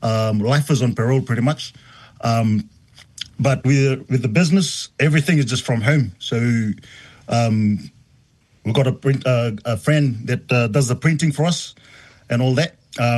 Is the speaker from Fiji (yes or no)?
yes; Fiji; Because I'm from Kanavea Vune Tavuni. When I grew up in the village, they called me